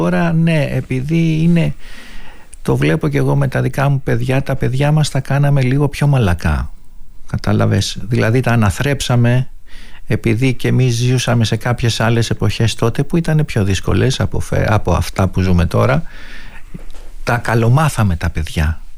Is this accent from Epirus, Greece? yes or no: no; Athens, Attica, Greece; Η καταγωγή είναι από την Τίνο, αλλά δεν ζούσαμε στην Τίνο, ζούσαμε στην Αθήνα, στην Τσιμεντούπολη.